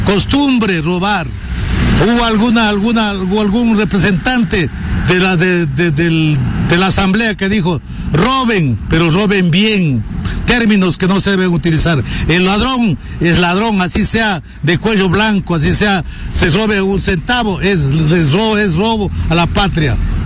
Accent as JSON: {"language": "Spanish", "country": "Ecuador", "said": "Nosotros tenemos que luchar como ecuatorianos"}